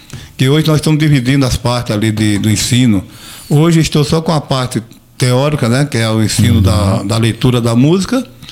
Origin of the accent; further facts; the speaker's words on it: Traipu, Alagoas, Brazil; moved away as an adult; now in Penedo, Brazil; Que eu vim de Traipu, na época, eu fazia parte da banda de Traipu.